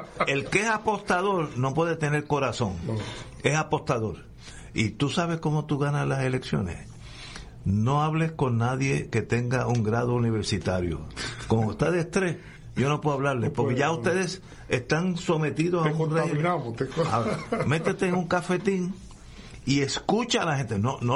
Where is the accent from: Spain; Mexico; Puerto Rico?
Puerto Rico; Como yo conozco mi pueblo de Puerto Rico